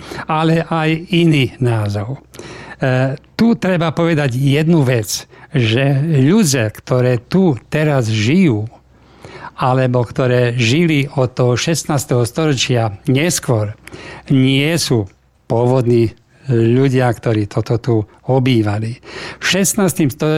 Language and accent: Slovak; Prešov Region, Slovakia